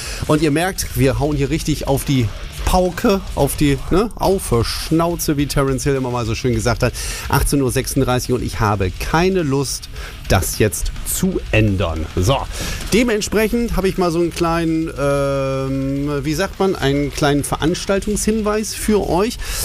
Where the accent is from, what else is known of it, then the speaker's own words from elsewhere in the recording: Oldenburg, Lower Saxony, Germany; als Oldenburger ist das doof.